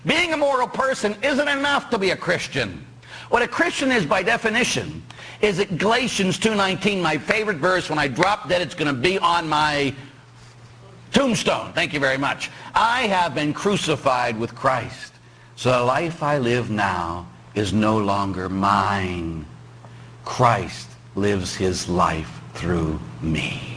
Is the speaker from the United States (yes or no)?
no; Ireland; Or, Father, we're Irish. We do it when we're drunk.